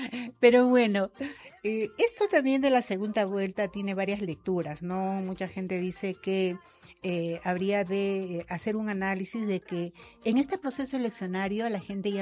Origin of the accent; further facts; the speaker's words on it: Huancayo, Junín, Peru; Esta es mi tierra linda, es la ciudad de Huancayo, ciudad incontrastable de Huancayo